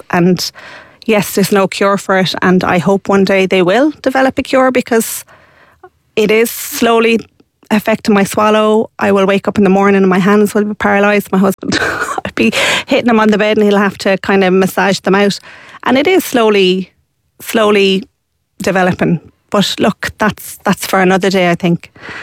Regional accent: Shannon, Munster, Ireland; So my godchild did a GoFundMe in my hometown of Shannon in County Clare

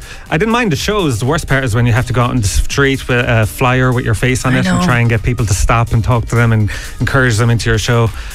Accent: Tralee, Munster, Ireland; born there; moved away; I'm from Kerry.

